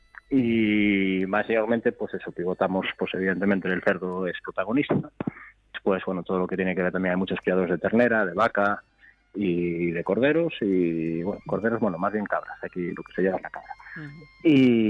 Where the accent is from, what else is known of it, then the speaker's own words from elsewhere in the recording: Chantada, Galicia, Spain; Sí, sí, yo nací en Chantada de toda la vida.